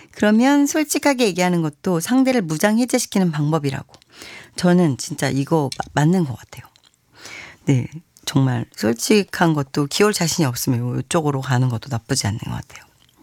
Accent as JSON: {"language": "Korean", "region": "Seoul", "country": "South Korea", "said": "저는 서울이에요."}